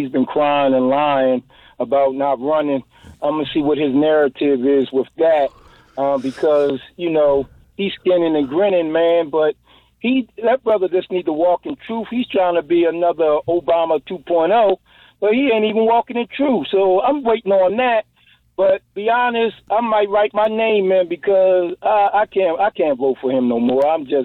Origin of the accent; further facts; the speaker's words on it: Pennsylvania, United States; my home state, Governor Shapiro